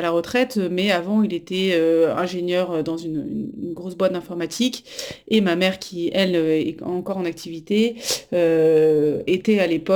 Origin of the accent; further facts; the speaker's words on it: Paris, Île-de-France, France; born there; Oui, alors je suis née en 1990, à Paris.